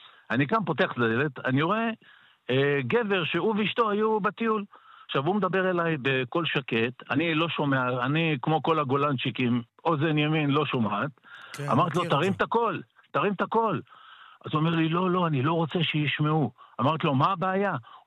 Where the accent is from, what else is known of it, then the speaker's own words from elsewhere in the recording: Sderot, Southern District, Israel; moved away; אני נולדתי בסדרות. אני עד שנת 2010 שברתי לזיקים כל החיים בסדרות.